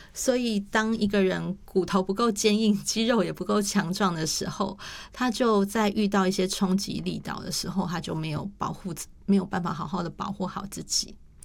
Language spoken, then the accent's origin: Chinese; Taiwan; 所以在我们台湾人的平均的寿命越来越长了，